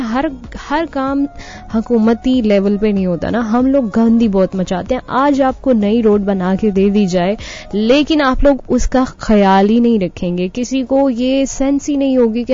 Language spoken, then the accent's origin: Hindi; Punjab, India; हमारी नेचर के लिए ये मौसम जो है वो हमारे यहाँ पंजाब में बहुत ही अच्छा है